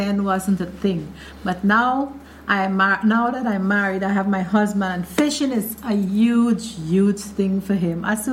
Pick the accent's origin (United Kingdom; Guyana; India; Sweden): Guyana; Adventure, Pomeroon-Supenaam; We were growing up in Adventure on the Essequibo Coast.